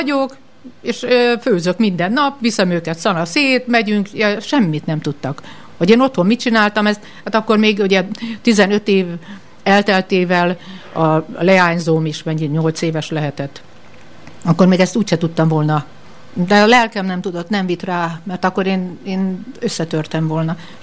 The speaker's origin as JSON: {"language": "Hungarian", "country": "Hungary", "also_born_or_lived": "Germany", "first_language": "Hungarian", "moved": "as an adult", "said": "Igen, de én magyar vagyok. Amíg élek, az is maradok."}